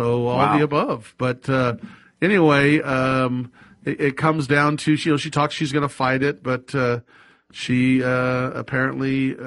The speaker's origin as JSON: {"language": "English", "town": "Sacramento", "region": "California", "country": "United States", "tie": "born or raised there", "said": "I will never forget when I grew up in Sacramento."}